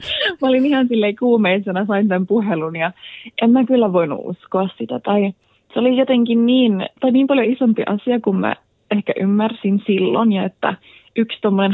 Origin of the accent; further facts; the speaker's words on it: Vaasa, Ostrobothnia, Finland; now in Sweden; mähän oon suomenruotsalainen, että silleen kaksikielinen ja oon käynyt silleen ruotsiksi kaikki koulut.